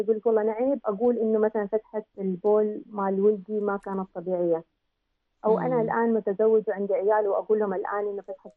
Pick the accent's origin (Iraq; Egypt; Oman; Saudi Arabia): Oman; احنا كمجتمع عماني ما زلنا يعني مجتمع ناضج صغير يعتبر